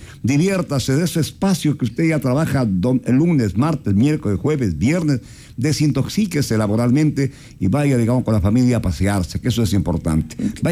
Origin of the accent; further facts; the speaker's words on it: Ecuador; seguimos siendo ecuatorianos y buenos ecuatorianos